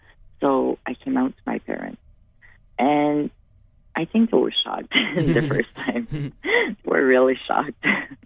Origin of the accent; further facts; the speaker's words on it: Caraquet, New Brunswick, Canada; first language French; English is a second language; now in Moncton, Canada; Je viens de Caraquet au New Brunswick.